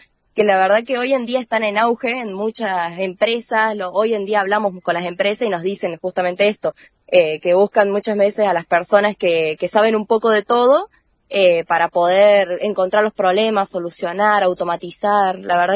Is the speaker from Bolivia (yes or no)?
no; Córdoba, Argentina; moved away as an adult; now in Villa Mercedes, Argentina; yo vengo de Córdoba